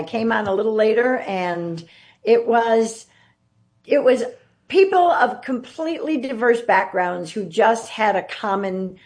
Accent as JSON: {"language": "English", "town": "Chicago", "region": "Illinois", "country": "United States", "tie": "born or raised there", "moved": "as an adult", "lives_now": "Los Angeles, United States", "said": "I grew up in Chicago, and I came to L.A. to go to USC"}